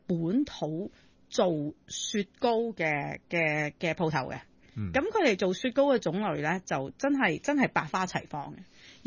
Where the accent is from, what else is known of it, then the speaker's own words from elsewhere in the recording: Hong Kong; 我哋香港人